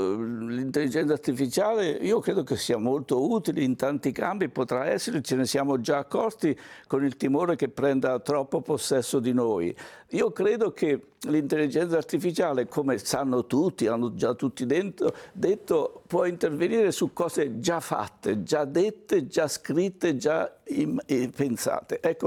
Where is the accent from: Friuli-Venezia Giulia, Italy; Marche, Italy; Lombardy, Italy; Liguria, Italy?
Marche, Italy; born there; la mia cadenza dialettale, per quanto riguarda la mia pittura di paesaggio, è una cadenza marchigiana.